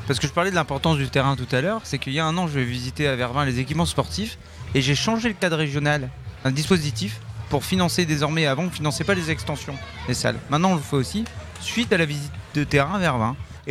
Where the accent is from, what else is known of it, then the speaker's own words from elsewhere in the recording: Hauts-de-France, France; born there; je suis né dans la Vénois, on n'est pas très loin.